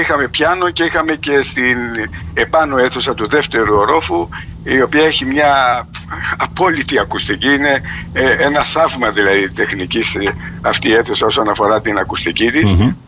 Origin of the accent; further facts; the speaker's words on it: Zakynthos, Ionian Islands, Greece; θέλουμε να είμαστε περήφανοι για την πατρίδα μας, γιατί η αγάπη προς τη Ζάκυνθο δεν μετριέται.